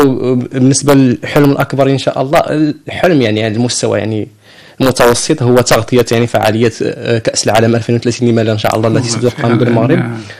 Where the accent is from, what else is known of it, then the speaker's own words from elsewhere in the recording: Morocco; نحن مغاربة